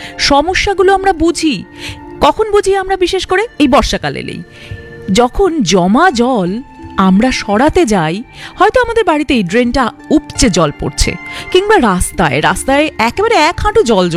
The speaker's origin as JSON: {"language": "Bangla", "country": "India", "said": "আমরা ভারতীয়"}